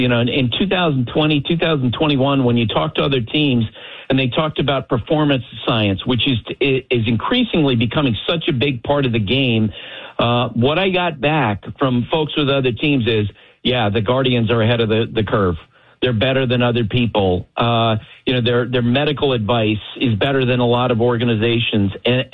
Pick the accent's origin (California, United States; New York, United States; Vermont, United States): Vermont, United States; This kid that they just took out of my home state of Vermont the other day